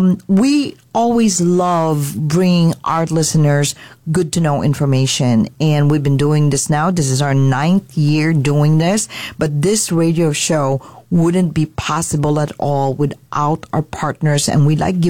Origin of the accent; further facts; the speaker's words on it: Philippines; We like to do this like unique twist on the show because I am Filipino.